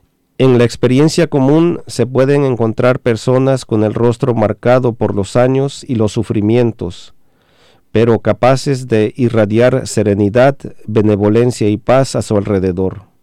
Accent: Mexico; el orgullo que siento como mexicano

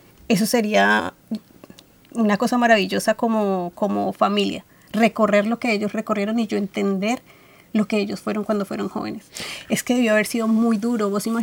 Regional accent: Cali, Valle del Cauca, Colombia; moved away as an adult; also born or lived in Brisbane; now in Adelaide, Australia; yo vengo de Cali, que es 35 grados centígrados todo el año.

